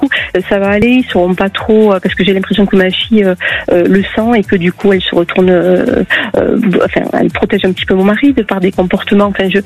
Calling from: Occitanie, France; D'Occitanie.

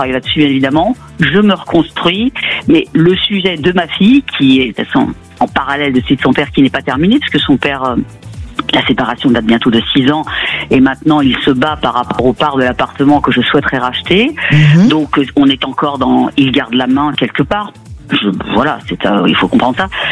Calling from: Île-de-France, France; Des Yvelines.

